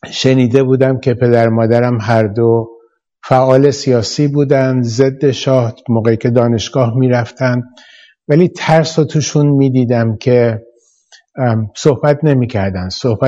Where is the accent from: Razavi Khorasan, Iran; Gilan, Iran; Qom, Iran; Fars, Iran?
Fars, Iran; Shiraz; من در شیراز به دنیا اومدم در یک خانواده متوسط.